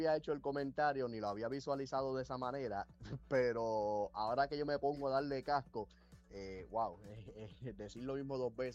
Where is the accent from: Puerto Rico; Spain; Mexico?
Puerto Rico; Humacao; Pues, bueno, yo soy gris porque mi pueblo natal es Humacao, pero yo trabajé con los cariduros de Fajardo.